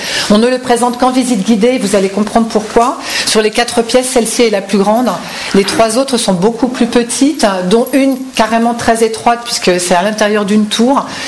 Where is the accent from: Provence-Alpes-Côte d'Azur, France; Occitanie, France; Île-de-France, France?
Île-de-France, France; Auvers-sur-Oise; now in French Vexin, France; Je suis née dans le Val-d'Oise, j'ai grandi à Auvers-sur-Oise.